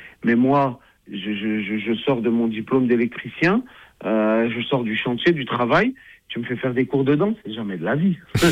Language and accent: French; Grenoble, Auvergne-Rhône-Alpes, France; Quand on vient de Grenoble, je vais prendre toute la région, Grésivaudan, le Mélan, là-bas, Échirolles, Pont-de-Clé, tout.